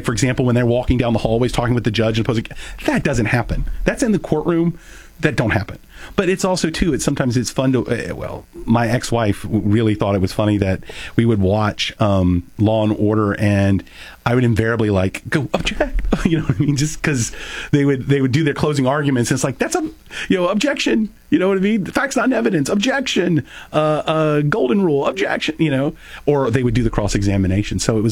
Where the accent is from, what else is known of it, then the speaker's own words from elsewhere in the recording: Texas, United States; born there; also born or lived in North Dakota / Germany; So I was born in Texas. We then moved to North Dakota. Then we moved to Germany. And I lived in Germany at what I say is the height of the Cold War